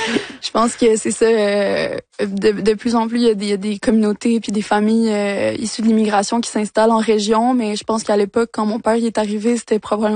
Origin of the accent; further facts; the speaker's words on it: Quebec, Canada; je pense que en tant que Québécois, Québécoise, pour moi, c'est important